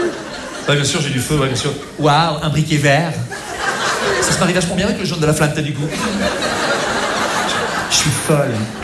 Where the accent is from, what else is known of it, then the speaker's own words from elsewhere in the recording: Rouen, Normandy, France; moi, je ne suis pas du tout de Paris, je ne suis pas du tout de Marseille, bien sûr, moi, je suis de Rouen.